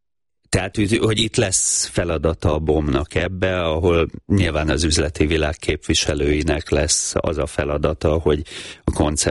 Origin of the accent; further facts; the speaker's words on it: Tatabánya, Komárom-Esztergom, Hungary; moved away; Tatabányáról jöttem, ott nem volt öttusa